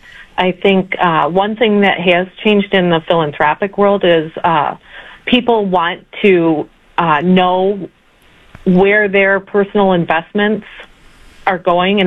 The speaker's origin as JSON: {"language": "English", "region": "Michigan", "country": "United States", "tie": "born or raised there", "said": "Well, you know, I grew up in Southeast Michigan"}